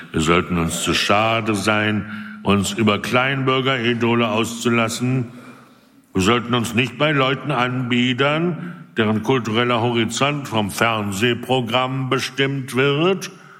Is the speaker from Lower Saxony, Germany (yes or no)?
yes; Lower Saxony, Germany; ich bin in Südniedersachsen aufgewachsen